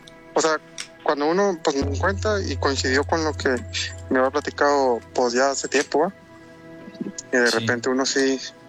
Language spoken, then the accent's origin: Spanish; Tamaulipas, Mexico; Ok, bueno, sí … de Tamaulipas.